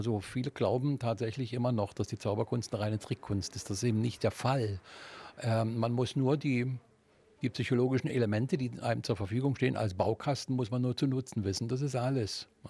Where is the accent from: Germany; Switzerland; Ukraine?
Germany; Görlitz, Saxony; moved away; Ich bin ja nur hier wieder hergekommen, weil ich gebürtiger Görlitzer bin